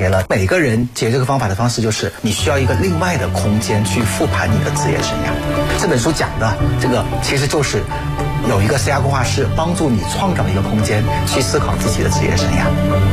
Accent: China

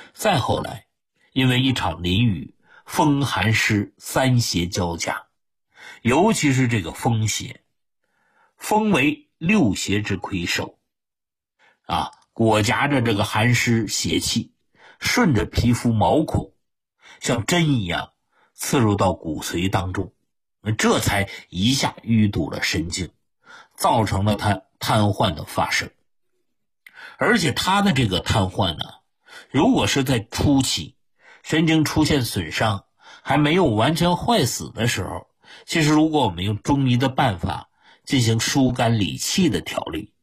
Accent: northern China, China; 我们是北方人嘛

